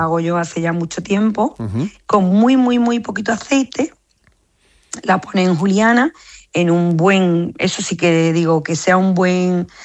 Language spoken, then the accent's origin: Spanish; Montemayor, Andalusia, Spain